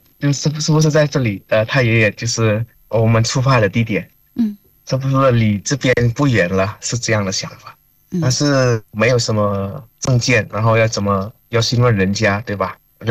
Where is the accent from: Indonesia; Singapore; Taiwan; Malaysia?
Indonesia; 因为我们从小，尤其那时候我们小的时候，可能大家都听过98年的事情，然后那时候我才5岁，然后我们开始小学的时候，我们班里面这有4到5个华裔的小孩啊，包含我